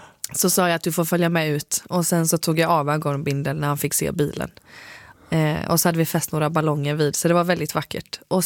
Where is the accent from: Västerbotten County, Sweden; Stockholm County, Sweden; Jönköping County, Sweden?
Jönköping County, Sweden; Skillingaryd; moved away; Jag är från Skillingaryd, en liten stad där utanför Jönköping.